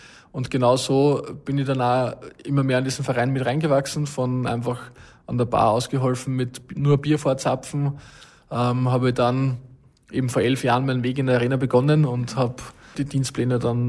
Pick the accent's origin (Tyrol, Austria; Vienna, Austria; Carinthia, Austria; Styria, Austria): Vienna, Austria; Ich bin in Wien aufgewachsen, aber mit Elternhaus oder Großelternhaus in Oberösterreich.